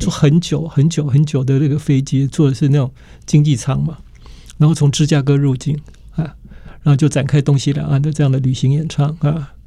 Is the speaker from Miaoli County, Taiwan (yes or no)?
no; Tainan, Taiwan; 因为我小时候在台南